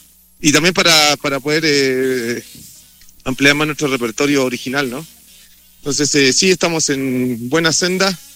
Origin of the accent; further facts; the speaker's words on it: Santiago, Santiago Metropolitan Region, Chile; now in Mexico; Soy de Santiago, la ciudad que está más cerca de Valparaíso.